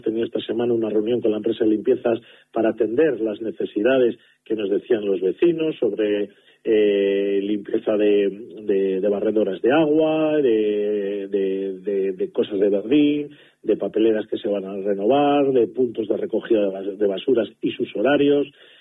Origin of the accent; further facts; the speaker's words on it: Laredo, Cantabria, Spain; mi pueblo, que le llevo en el alma